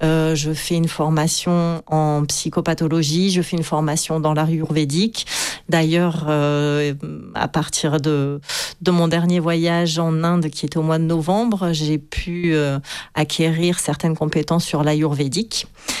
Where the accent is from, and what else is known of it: Nice, Provence-Alpes-Côte d'Azur, France; born there; also born or lived in Manosque / Roquebillière